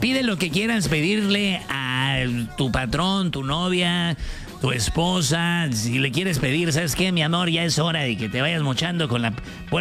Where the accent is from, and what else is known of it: Ciudad Obregón, Sonora, Mexico; also born or lived in Mexico City